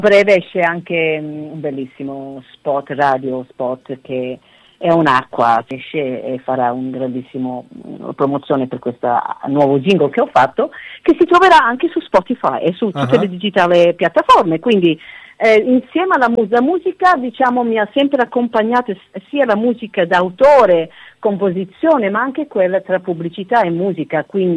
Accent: Melbourne, Victoria, Australia; now in Milan, Italy; sai che io sono di Melbourne, e quindi la mia terra mi chiama e mi chiama spesso

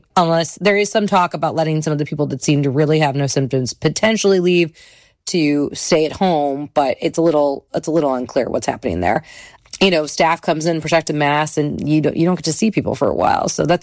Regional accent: Midwest, United States; And as a Midwesterner, I obviously love a Midwest shout out

